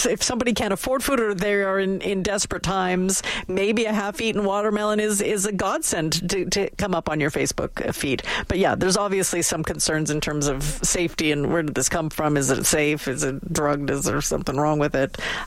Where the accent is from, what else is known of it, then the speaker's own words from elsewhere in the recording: Philippines; This person says it's Filipino food. I'm Filipino, and Filipinos are germaphobes, so you're safe.